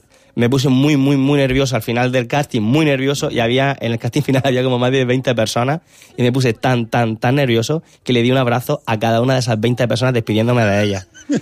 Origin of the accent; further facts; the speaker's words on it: Almería, Andalusia, Spain; moved away as an adult; He de decir que cuando yo me fui de Almería muy chiquitito, con 20 años me fui de aquí